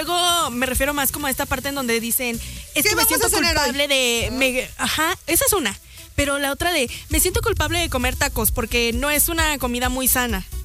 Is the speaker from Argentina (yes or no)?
no; Mexico; nosotros como mexicanos